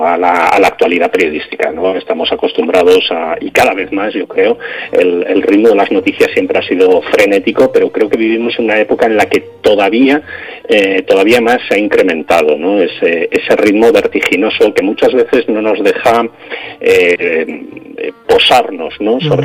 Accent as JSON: {"language": "Spanish", "town": "Zaragoza", "region": "Aragon", "country": "Spain", "tie": "born there", "also_born_or_lived": "Ciudad Real", "moved": "yes", "lives_now": "Madrid, Spain", "said": "yo soy de Zaragoza, nací en Zaragoza, aunque, bueno, vivo en Madrid desde hace muchísimos años"}